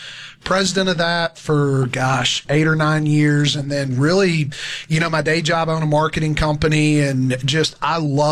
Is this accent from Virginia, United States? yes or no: no; Chattanooga, Tennessee, United States; also born or lived in Louisiana; So born and raised in Chattanooga, lived there most of my life, took a brief stint down in Louisiana